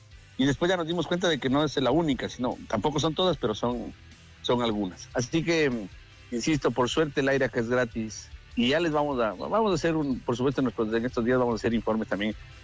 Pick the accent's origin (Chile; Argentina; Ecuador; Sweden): Ecuador; para nosotros como ecuatorianos